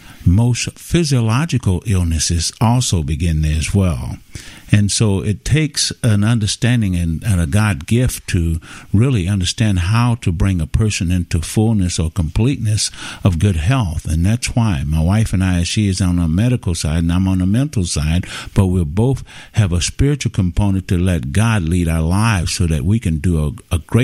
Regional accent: Chicago, Illinois, United States; I grew up in Chicago in the projects

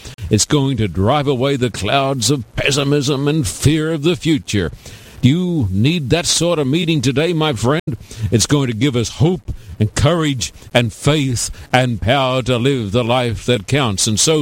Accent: Australia; moved away; even since I was knee-high to a grasshopper back home in Australia, home on the range.

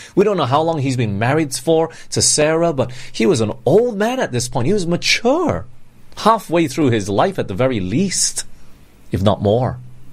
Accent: Australia; also born or lived in Singapore / Malaysia / England; I grew up in Australia for 10 years. It's not all my life. I've jumped around. I was born in Singapore. Then we moved to Malaysia for 2 years. And we went to England for 5 years.

